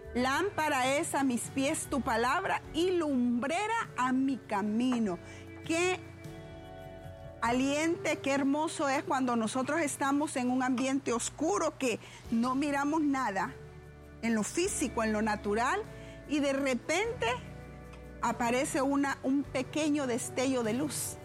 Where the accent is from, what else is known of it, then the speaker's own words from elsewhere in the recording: Honduras; lo más hermoso también de nosotros como Honduras, como hondureños